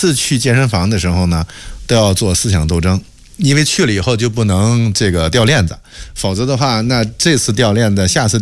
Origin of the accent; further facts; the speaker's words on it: China; 我们中国人